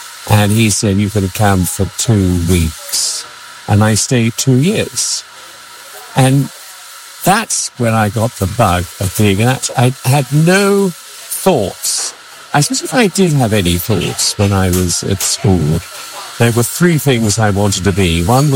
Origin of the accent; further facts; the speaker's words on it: Salisbury, South West England, United Kingdom; born there; also born or lived in Oldham